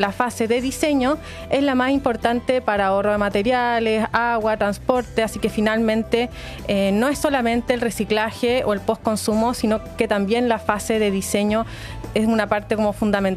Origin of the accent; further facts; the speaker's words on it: Chile; moved away as an adult; also born or lived in Milan; sabiendo que en mi país existía un problema ambiental gigante, que eran, bueno, estos vertederos clandestinos que existen en el norte de Chile.